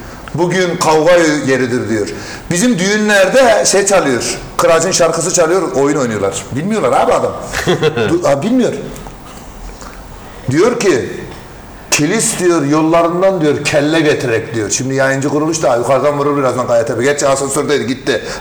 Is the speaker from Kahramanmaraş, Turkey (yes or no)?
yes; Elbistan, Kahramanmaraş, Turkey; Ben Kahramanmaraş'ın Elbistan ilçesindenim